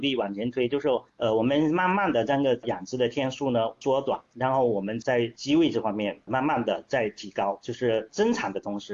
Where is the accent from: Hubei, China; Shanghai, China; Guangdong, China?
Guangdong, China; 是的，是的，广东人喜欢煲汤用这个走地鸡或是这个老母鸡啊，这是我们广东人的一个经验的总结